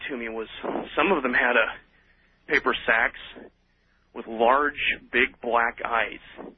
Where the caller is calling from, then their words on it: Iowa, United States; I'm calling from Central Iowa.